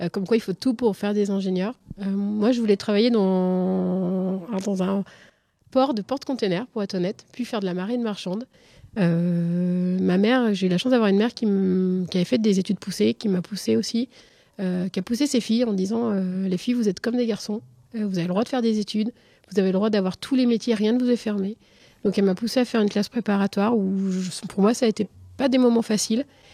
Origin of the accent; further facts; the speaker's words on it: Nantes, Pays de la Loire, France; moved away as an adult; also born or lived in Paris; moi, je suis originaire de Nantes, mais j'ai passé d'abord 10 ans à Paris